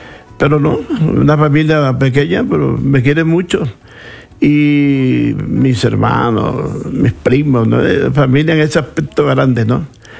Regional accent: Soledad, Atlántico, Colombia; born there; En mi pueblo donde yo nací, que todavía vivo ahí, que se llama Soledad.

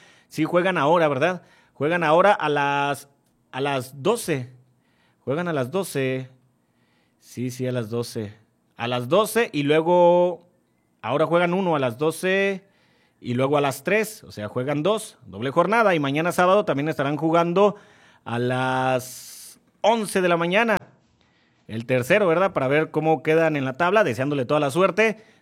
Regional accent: Mexico; Y como buen mexicano, pues todo para el último bañado

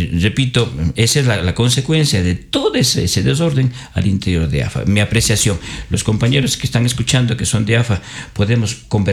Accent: Ecuador; Como hincha, como ecuatoriano, obviamente queremos ganar Ecuador

